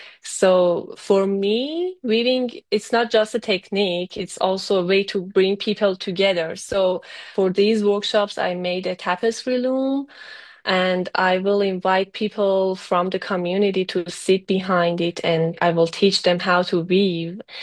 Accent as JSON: {"language": "English", "town": "Tehran", "region": "Tehran Province", "country": "Iran", "tie": "born or raised there", "moved": "as an adult", "lives_now": "Massachusetts, United States", "said": "I was born and raised in Tehran, Iran."}